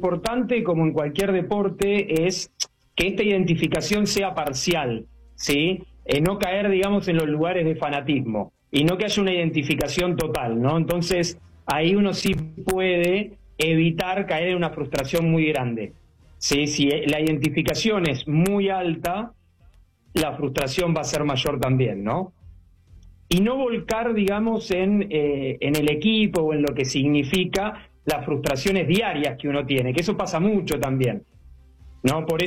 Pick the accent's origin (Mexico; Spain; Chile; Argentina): Argentina; siendo argentino soy muy fanático.